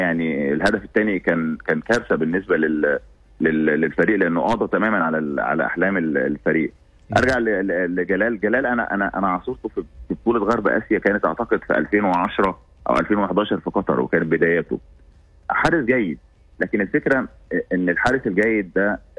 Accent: Egypt; احنا كمصريين

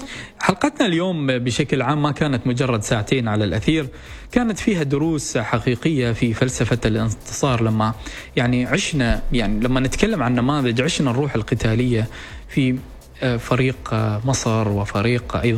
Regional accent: Oman; نحن شعب عماني

